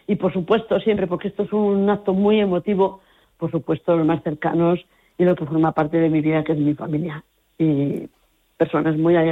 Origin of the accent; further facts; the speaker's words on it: Tarancón, Castilla-La Mancha, Spain; mi vida aquí en mi pueblo, desde pequeña hasta estos momentos.